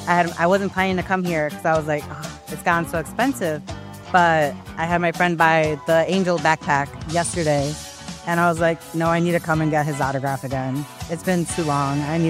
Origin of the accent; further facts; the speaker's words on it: Chicago, Illinois, United States; From Chicago.